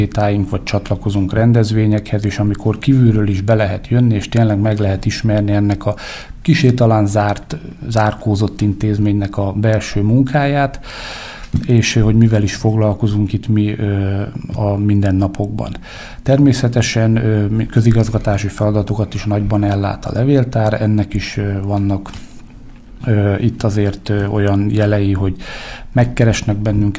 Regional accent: Borsod-Abaúj-Zemplén, Hungary; Én Bodrog, zugi származású vagyok, és ugye itt a vízügy, illetve a folyóknak a közelsége

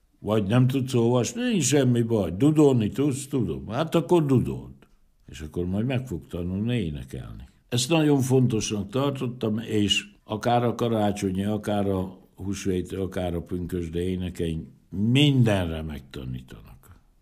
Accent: Hungary; Én egy magyar ember vagyok, akinek van hagyománya, amit az apjától meg az anyjától tanult.

